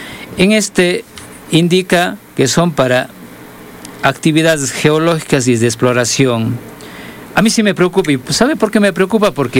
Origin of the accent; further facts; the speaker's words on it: Molleturo, Azuay, Ecuador; yo vengo de uno de los territorios como parte de la dirigencia de la FOA y vengo desde Molleturo